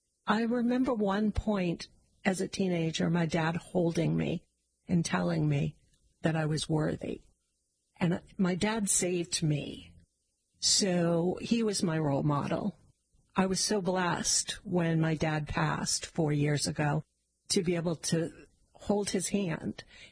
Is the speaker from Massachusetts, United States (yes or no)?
yes; Wellesley, Massachusetts, United States; also born or lived in Arlington; My parents were from Belmont. So initially we lived in Arlington, right next to Belmont. But my father was working for Polaroid and wanted to move out to Wellesley.